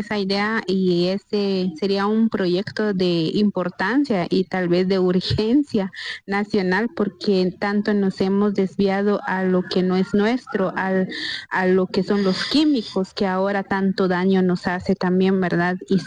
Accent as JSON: {"language": "Spanish", "town": "San Pedro La Laguna", "region": "Sololá", "country": "Guatemala", "said": "yo soy de San Pedro de la Laguna."}